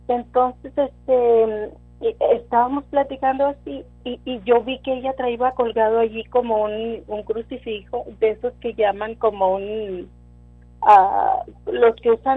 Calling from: Del Rio, Texas, United States; de aquí, del río Texas.

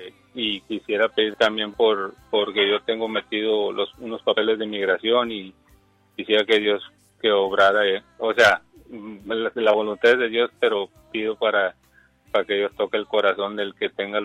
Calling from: Brownsville, Texas, United States; De aquí, de Brownsville, Texas.

